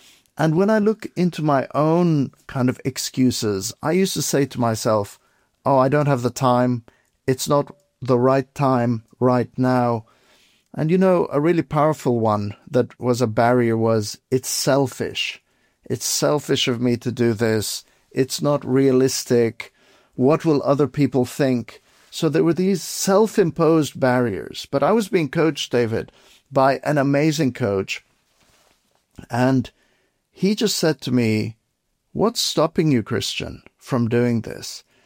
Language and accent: English; Beirut, Beirut Governorate, Lebanon; I was a kid growing up in Beirut, Lebanon. There was a civil war going on. I was 10 years old.